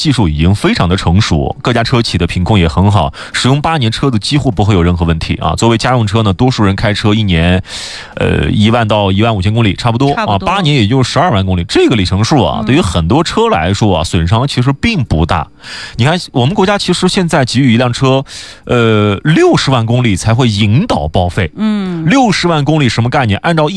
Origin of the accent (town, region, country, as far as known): China